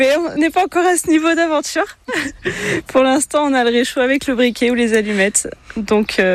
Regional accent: Bordeaux, Nouvelle-Aquitaine, France; Moi, je suis Bordelaise. Donc maintenant, il me fait découvrir l'Auvergne.

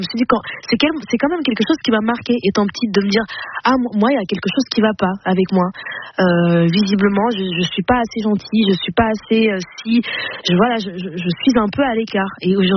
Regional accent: Flanders, Belgium; moi j'ai grandi en Flandre, donc la partie flamande de la Belgique.

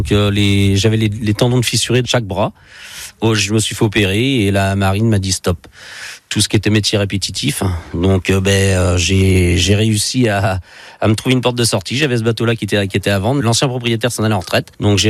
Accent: Saint-Gilles-Croix-de-Vie, Pays de la Loire, France; je suis de Saint-Gilles-Croix-de-Vie. Donc, depuis tout petit déjà, mes voisins c'était des marins pêcheurs. Depuis tout petit j'étais bercé dedans

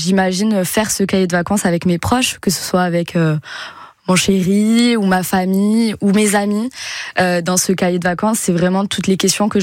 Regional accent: Toulouse, Occitanie, France

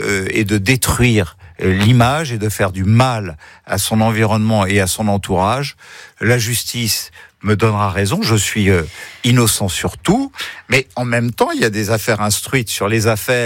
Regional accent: Nice, Provence-Alpes-Côte d'Azur, France; je suis né à Nice et j'ai bien l'intention jusqu'au bout d'être un Niçois parce que je suis passionné par ma ville.

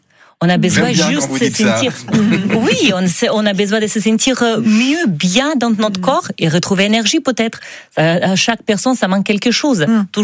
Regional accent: Minsk, Belarus; French is a second language; moved away as an adult; now in France; Je suis biélorusse. Je viens de Minsk, capitale.

